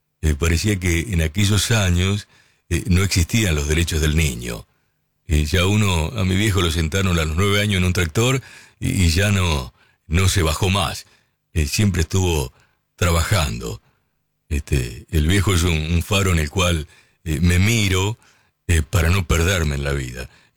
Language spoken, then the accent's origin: Spanish; Lincoln, Buenos Aires Province, Argentina; born there; moved away; Claro, el viejo, mi viejo, escuchaba la radio en la estación de servicio. Era playero allí en Lincoln y ponía la radio arriba del surtidor.